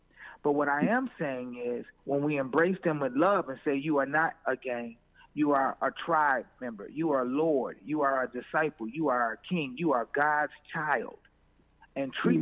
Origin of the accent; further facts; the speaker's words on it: Aurora, United States; I got one in my hometown, Aurora.